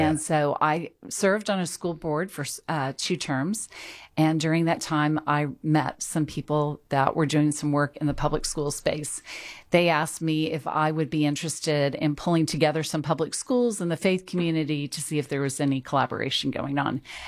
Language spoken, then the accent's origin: English; San Antonio, Texas, United States; I grew up here in San Antonio, so I'm a native